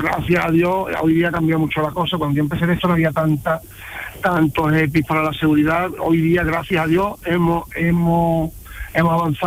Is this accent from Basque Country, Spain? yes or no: no; Seville, Andalusia, Spain; Yo de Sevilla capital.